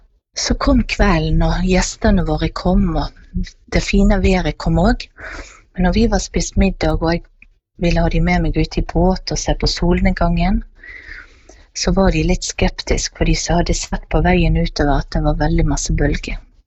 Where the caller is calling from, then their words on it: Bergen, Vestland, Norway; og jeg kommer fra Åsane nord for Bergen.